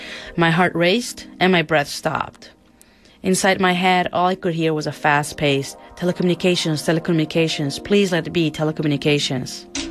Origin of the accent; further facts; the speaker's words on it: Brazil; now in United States; my home country, Brazil.